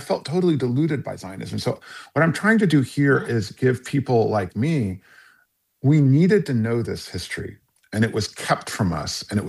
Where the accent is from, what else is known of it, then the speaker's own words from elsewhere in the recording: United States; which is so funny because I'm American and I grew up in this country.